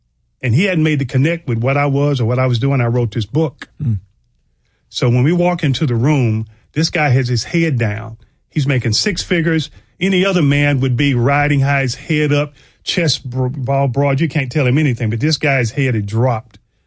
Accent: Knoxville, Tennessee, United States; I was raised in Knoxville, Tennessee.

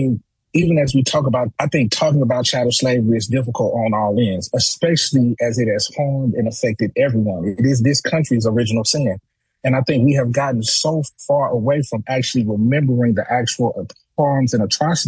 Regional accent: the South, United States; I'm an old Southerner, right?

